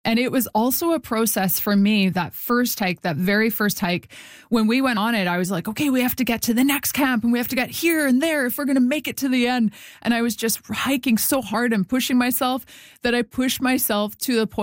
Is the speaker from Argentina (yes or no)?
no; Winnipeg, Manitoba, Canada; It was community sport growing up in Winnipeg, playing ringette, playing soccer, playing all the games that my friend played.